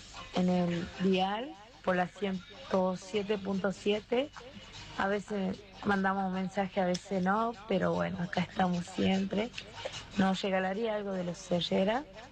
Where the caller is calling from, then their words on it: San Fernando del Valle de Catamarca, Catamarca, Argentina; de Catamarca Capital.